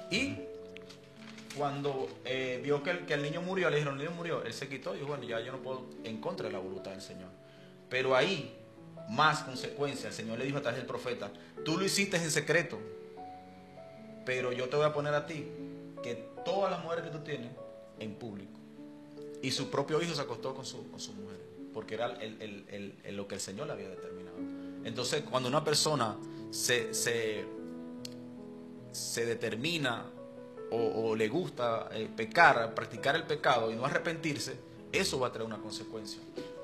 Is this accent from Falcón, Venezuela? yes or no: yes; Punto Fijo, Falcón, Venezuela; Yo vengo de Punto Fijo, Falcón.